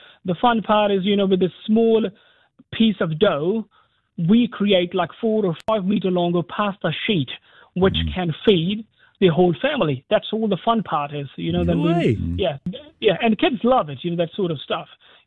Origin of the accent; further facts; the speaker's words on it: India; moved away as an adult; now in New Zealand; Because I come from India, you know, where food is very important to us. And when I came to New Zealand